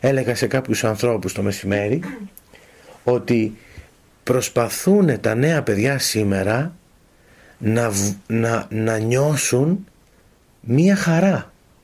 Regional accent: Greece; όλοι μας που είμαστε Έλληνες και χριστιανοί

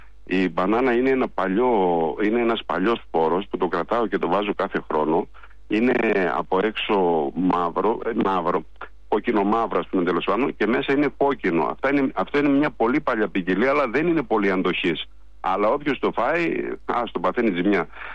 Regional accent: Nea Agioneri, Central Macedonia, Greece; Η γιορτή αυτή γίνεται στο χωριό μου, το νέο Αγιονέρι Κυλικής, που βρίσκεται 30 χιλιόμετρα δυτικά της Θεσσαλονίκης. Είμαστε Καπαδόκες και είμαστε εδώ και 100 χρόνια φυτεύουμε καρπούζια.

